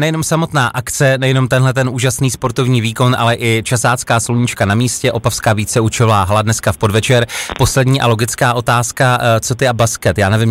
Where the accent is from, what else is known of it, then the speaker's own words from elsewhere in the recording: Opava, Moravian-Silesian Region, Czechia; Já vás rovnou zvu tady do svého rodného města, protože místo určení je u našich parťáků v Opavě